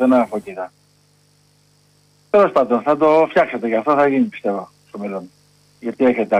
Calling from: Kallithea, Attica, Greece; είμαι από Καλλιθέα.

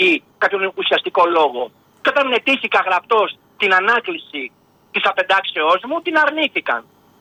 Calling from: Greece; είμαι Έλληνας πολίτης

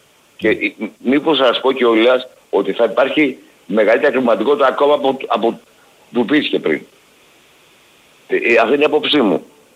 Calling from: Aigio, Western Greece, Greece; ποιος είμαι εγώ από το Αίγιο

